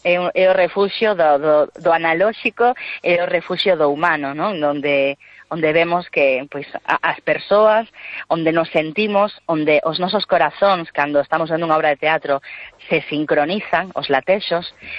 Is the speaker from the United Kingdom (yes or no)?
no; Buenos Aires, Argentina; also born or lived in Vigo; now in O Porriño, Spain; son de Buenos Aires, nací en Buenos Aires, pero viven en Vigo, e agora estamos as dúas afincadas no Porriño.